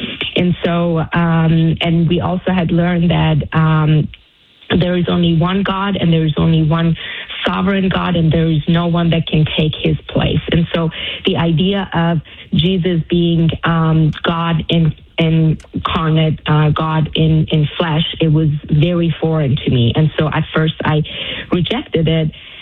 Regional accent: Iran; because growing up in Iran, we were told that, you know, Israel is the little Satan and America is the big Satan.

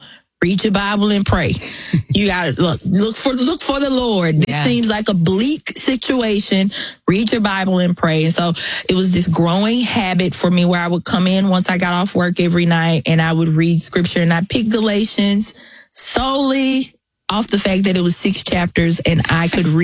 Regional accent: Mississippi, United States; accent: Southern; I grew up in a little small missionary Baptist church, and I'm from Mississippi. Like I said, you hear the Southern accent

